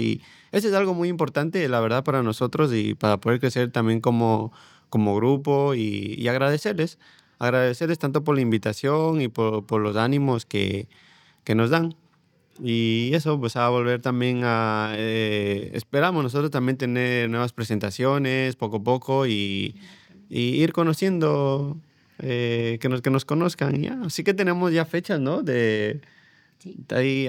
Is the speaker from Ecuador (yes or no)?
yes; Ecuador; moved away; no solo somos ecuatorianos